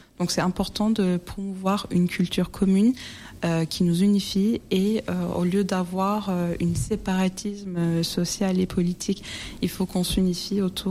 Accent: Turkey; now in France; je suis d'origine turque et je considère que nous les Turcs, on est en Eurasie, donc on fait le pont entre l'Europe et l'Asie. Et je peux dire que je suis aussi européenne parce que je vis en France depuis actuellement 10 ans

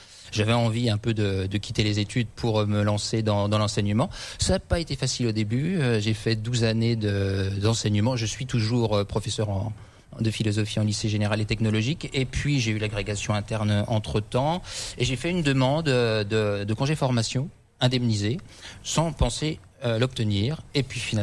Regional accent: Dijon, Bourgogne-Franche-Comté, France; now in Nevers, France; parce que je suis de Dijon, je suis resté à Dijon.

